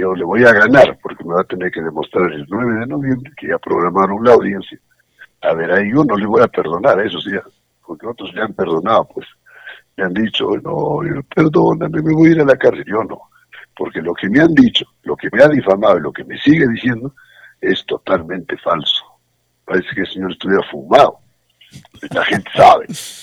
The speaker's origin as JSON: {"language": "Spanish", "town": "Huaraz", "region": "Ancash", "country": "Peru", "tie": "born or raised there", "said": "toda mi tierra que me ha visto nacer, porque yo he nacido acá, he crecido acá, he estudiado acá, me he desarrollado acá, vivo acá, tengo trabajo acá"}